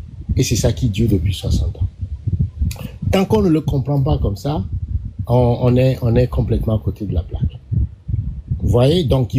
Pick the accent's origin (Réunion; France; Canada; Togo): Togo; Et donc, en tant que Togolais, je ne peux pas rejeter les élections.